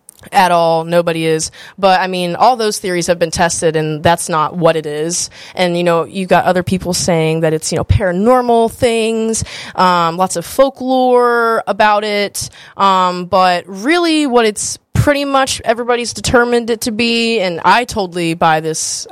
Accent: Florence, Alabama, United States; moved away; So I'm from Florence, Alabama, like the Shoals area, Florence, Muscle Shoals, Sheffield, Tuscumbia, Cherokee, you know, that whole little, it's a bunch of little places all in one, the Shoals.

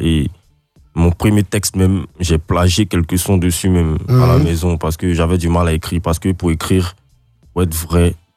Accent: Abidjan, Côte d’Ivoire; born there; also born or lived in Bingerville / Bonoua / Bouaké; j'ai grandi à la Riviera Palmeraie.

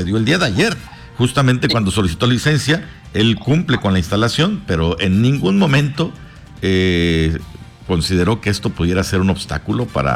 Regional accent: Tabasco, Mexico; also born or lived in Mexico City; si yo no soy de Tabasco, yo nací en la Ciudad de México, nomás me crié ahí.

